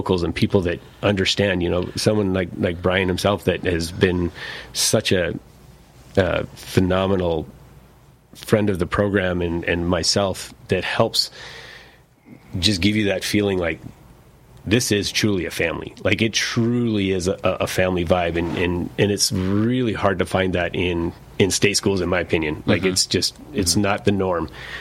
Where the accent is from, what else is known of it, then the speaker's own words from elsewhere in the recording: Vancouver, British Columbia, Canada; Vancouver.